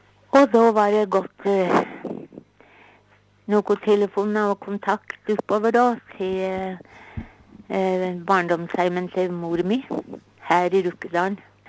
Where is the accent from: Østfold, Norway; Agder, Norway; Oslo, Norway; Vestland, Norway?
Oslo, Norway; born there; Jeg er født i Oslo i 36.